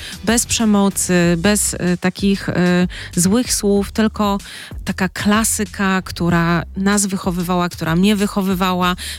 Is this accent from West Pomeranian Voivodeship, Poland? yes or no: yes; Szczecin, West Pomeranian Voivodeship, Poland; ja się urodziłam